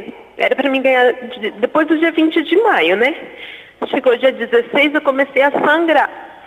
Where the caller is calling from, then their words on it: Arapongas, Paraná, Brazil; Eu falo de Arapongas, Paraná.